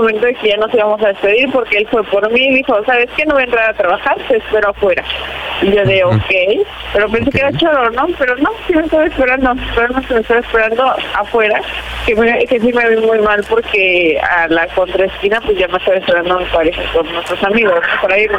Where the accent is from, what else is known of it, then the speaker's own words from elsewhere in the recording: Mexico City, Mexico; Tengo 29 y soy de la Ciudad de México.